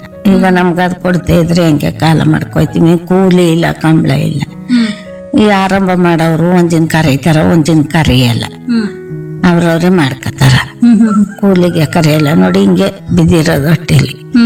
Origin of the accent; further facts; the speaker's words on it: Karnataka, India; ನಾವು ದೇವಲಾಪುರ ನಾಡಿ.